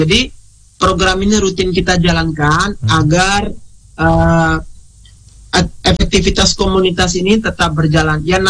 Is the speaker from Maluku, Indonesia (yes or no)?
no; Ende Island, East Nusa Tenggara, Indonesia; sebagai anak Pulau Ende, pemuda Pulau Ende